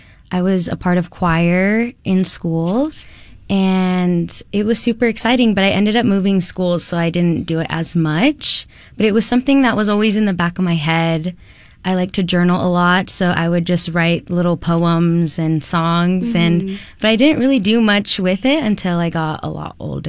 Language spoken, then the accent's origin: English; Ogden, Utah, United States; I grew up in Ogden, Utah. I am first gen, so I am the oldest daughter as well.